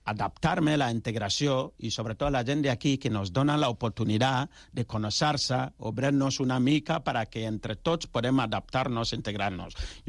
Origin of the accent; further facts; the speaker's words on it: Ghana; Catalan is a second language; now in Catalonia, Spain; perquè jo soc de Ghana, tu imagina que jo vinc aquí amb un taparrabo o una lanança, això no és així.